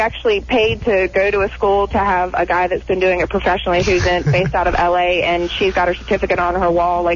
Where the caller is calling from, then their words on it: Virginia, United States; I'm from Virginia